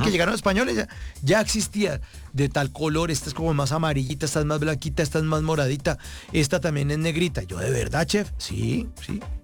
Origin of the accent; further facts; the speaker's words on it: Bogotá, Colombia; moved away as an adult; now in Medellín, Colombia; como yo crecí en Bogotá